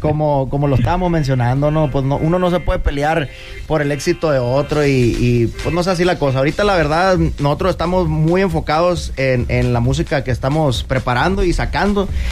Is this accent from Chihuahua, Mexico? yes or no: no; Ciudad Obregón, Sonora, Mexico; Como te digo, venimos desde Ciudad Obregón, Sonora, y pues aquí estamos echándole ganas